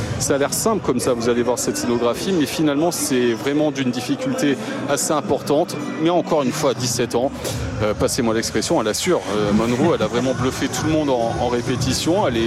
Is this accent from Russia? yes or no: no; France; parce que évidemment en tant que Français on n'est pas très objectif, on est un peu chauvin